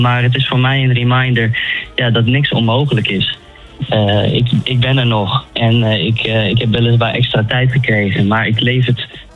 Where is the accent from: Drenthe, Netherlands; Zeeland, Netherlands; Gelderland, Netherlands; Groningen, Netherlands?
Drenthe, Netherlands; Ik denk dat ik ben een echte Drent